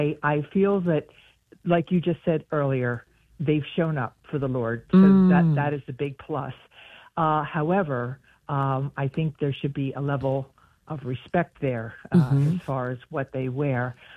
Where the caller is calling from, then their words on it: North Wales, Pennsylvania, United States; I'm calling from North Wales, Pennsylvania.